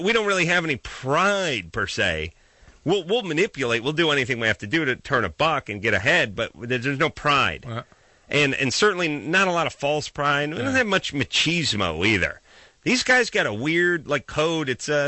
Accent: United States; As an American

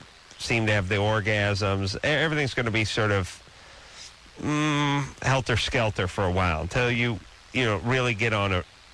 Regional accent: Los Angeles, California, United States; I come from North Hollywood. North Hollywood sucks. It's no source of pride.

